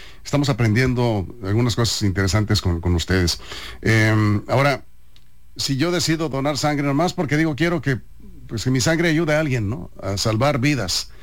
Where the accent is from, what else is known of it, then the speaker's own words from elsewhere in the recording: Mexico; ¿Qué es lo que nos pasa como mexicanos?